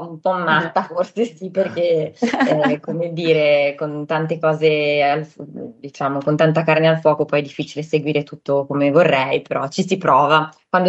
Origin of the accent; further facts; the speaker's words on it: Genoa, Liguria, Italy; io sono nata e cresciuta a Genova da una famiglia in realtà di origine molto mista, nel senso che per quanto io arrivi da una famiglia, sì, italiana, diciamo al 100%